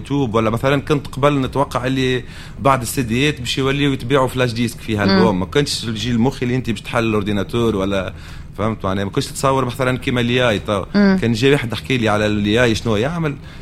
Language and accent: Arabic; Tunis, Tunis Governorate, Tunisia; انا ملي تولدت في تونس ديجا بديت في الصعوبات يعني اول صعوبه عرضت في حياتي اللي انا تولدت في تونس وبعد زيت الصعوبه الثانيه تولدت في جبل العمر